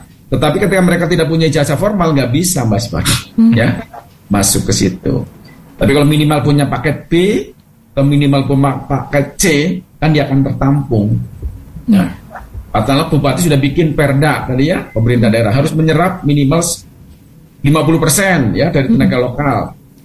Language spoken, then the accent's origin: Indonesian; Purbalingga, Central Java, Indonesia; moved away; kemarin kan saya pulang kampung beberapa lalu tuh di Purbalingga sana